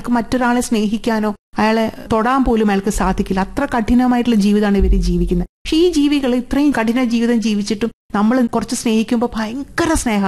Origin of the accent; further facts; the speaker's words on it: Kerala, India; ജപ്പാൻകാരിയല്ല, ജപ്പാനിൽ പോയിട്ടില്ല. അപ്പൊ ഞാൻ എത്ര ഇനി അങ്ങനെ ശ്രമിച്ചിട്ടും കാര്യമില്ല. അതുകൊണ്ട് ഞാനൊരു മലയാളി സ്വത്വത്ത് നിന്നുകൊണ്ട്